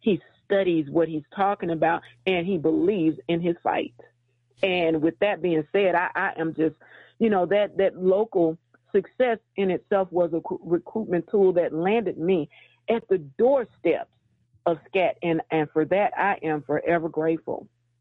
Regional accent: Greenville, Mississippi, United States; I'm from Washington County in Greenville here

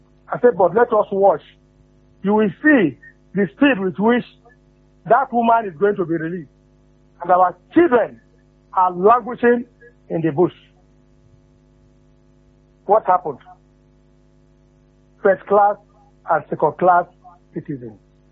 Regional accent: Delta, Nigeria; I am approaching 75 now. I grew up seeing stations where they are flaring gas all around our area in Delta State.

